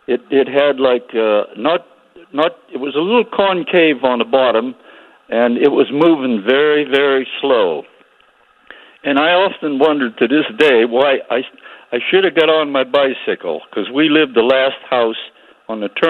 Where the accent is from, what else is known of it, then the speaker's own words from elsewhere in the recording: Pennsylvania, United States; now in Andover, Ohio, United States; We were kids in a little coal mining town in Pennsylvania where I was born